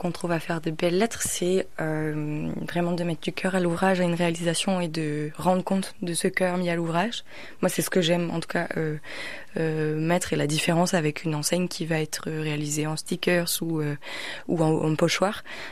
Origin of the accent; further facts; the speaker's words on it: Brittany, France; j'ai grandi à Poule-Rosier